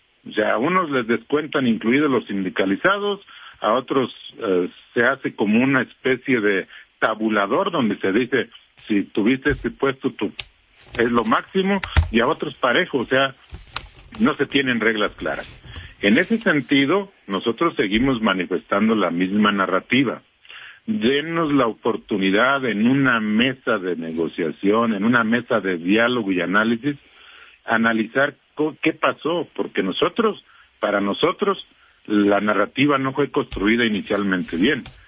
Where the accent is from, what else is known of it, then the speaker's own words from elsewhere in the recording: Mexico; pero como mexicanos, como afectados en este caso, nosotros sí lo vamos a estar promoviendo.